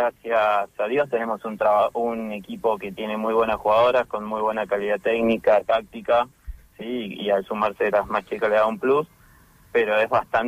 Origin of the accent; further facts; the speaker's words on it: Córdoba, Argentina; No, soy de Córdoba Capital.